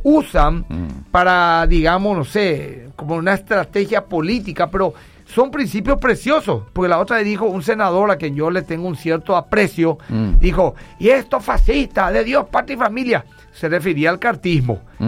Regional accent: Paraguay

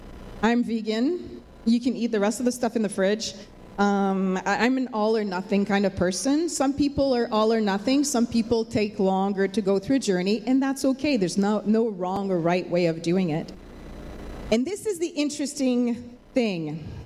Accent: Montreal, Quebec, Canada; also born or lived in Ontario; now in Vancouver, Canada

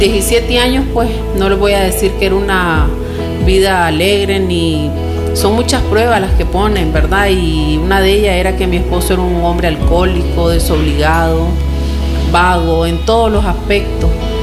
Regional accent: Tipitapa, Managua, Nicaragua; Somos de Tipitapa.

